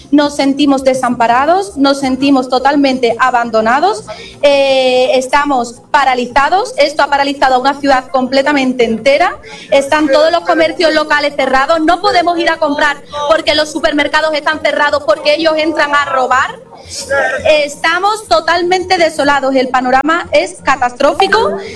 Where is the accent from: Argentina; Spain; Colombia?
Spain; ¿Dónde están nuestros derechos como españoles? ¿Dónde están nuestros principios como españoles?